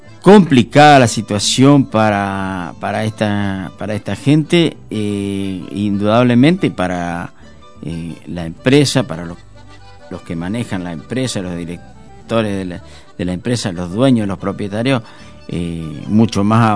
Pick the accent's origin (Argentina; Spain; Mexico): Argentina; muchísimos somos los argentinos